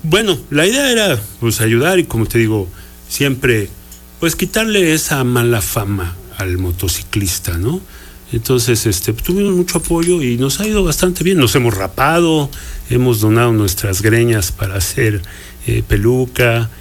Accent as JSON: {"language": "Spanish", "region": "Mexico City", "country": "Mexico", "tie": "born there", "also_born_or_lived": "Texas, United States", "said": "No, fíjate que nací en el Distrito Federal en el año de 1972. Y emigramos mi madre, mi hermana, mi tío y yo a Estados Unidos. Nos fuimos a Texas, anduvimos por allá. Y regreso a México hasta 1977"}